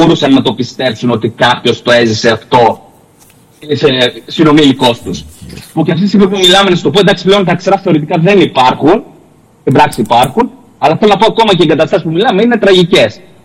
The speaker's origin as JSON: {"language": "Greek", "town": "Larissa", "region": "Thessaly", "country": "Greece", "tie": "born or raised there", "said": "Εν συντομία ξανά, εγώ εντάξει, μεγάλωσα, γεννήθηκα στη Λάρισα"}